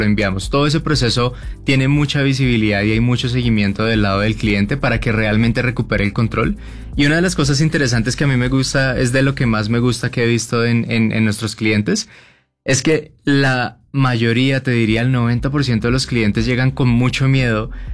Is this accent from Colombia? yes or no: yes; Colombia; moved away as an adult; also born or lived in Bogotá; now in Mexico City, Mexico; nosotros dos somos colombianos y nosotros llegamos a la Ciudad de México trabajando para Uber. Nosotros trabajábamos en ese momento. Estábamos en la ciudad de Bogotá y después nos trasladaron aquí a la Ciudad de México